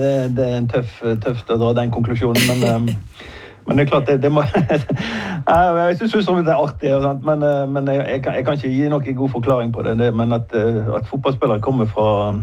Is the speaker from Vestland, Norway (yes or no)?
yes; Vestland, Norway; now in Sunnmøre, Norway; Jeg er jo stril, kommer fra Kjemp. Jeg må være forsiktig med hva jeg sier nå, men jeg er jo litt avsleppen i dialekten, i og med at jeg har bodd på Sunnmøre i 20 år